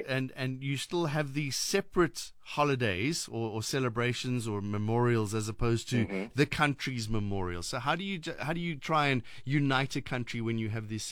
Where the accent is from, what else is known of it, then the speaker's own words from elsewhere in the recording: South Africa; first language English; I, as an English-speaking South African, have no idea what to wear, because I'm not British.